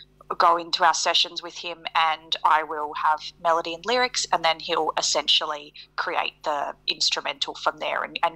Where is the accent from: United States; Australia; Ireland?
Australia; Northern Territory; moved away as an adult; now in Brisbane, Australia; So I grew up in the Northern Territory up until I was 18.